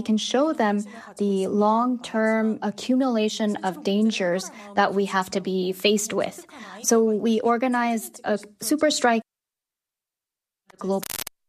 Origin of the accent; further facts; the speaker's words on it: Seoul, South Korea; English is a second language; I was born and raised in Seoul, which is a very densely populated city.